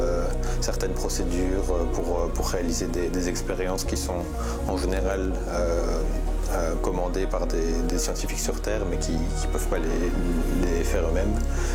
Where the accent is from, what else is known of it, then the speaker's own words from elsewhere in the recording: Brussels, Brussels-Capital Region, Belgium; moved away as an adult; now in Noordwijk, Netherlands; j'ai 29 ans. Je viens de Bruxelles, du coin de Etterbeek et XL